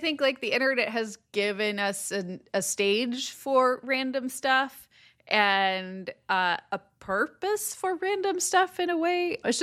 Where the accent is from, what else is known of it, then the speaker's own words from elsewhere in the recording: Stockholm, Stockholm County, Sweden; I am from Stockholm, Sweden